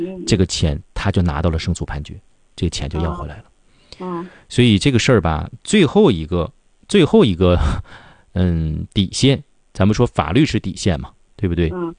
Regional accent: Northeast China, China; accent: Northeastern Mandarin; 就是咱们东北话叫洗大澡出去

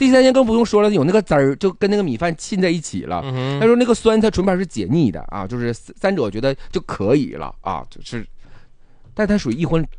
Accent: Northeast China, China

